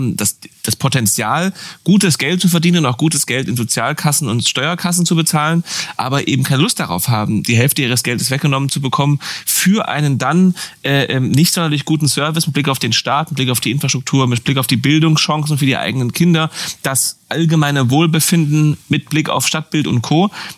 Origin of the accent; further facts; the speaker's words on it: Berlin, Germany; Als Berliner.